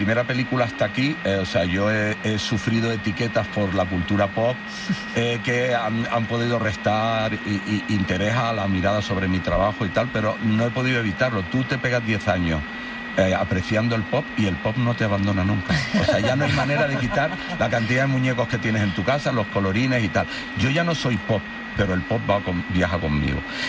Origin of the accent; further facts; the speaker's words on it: Canary Islands, Spain; tiene que ver con una cosa hiperbólica mía de que debo ser como por canario, no sé, que soy más carnavalero y exagerado.